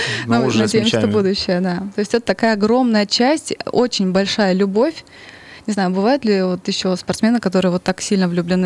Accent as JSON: {"language": "Russian", "town": "Starodub", "region": "Bryansk Oblast", "country": "Russia", "said": "из Стародуба."}